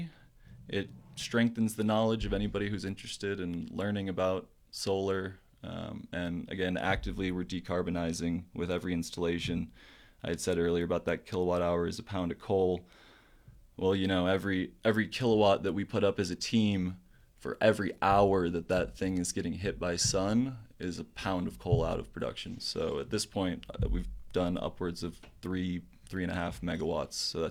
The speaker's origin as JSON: {"language": "English", "town": "Chicago", "region": "Illinois", "country": "United States", "tie": "born or raised there", "said": "I grew up in Chicago, and WBEZ, so love radio."}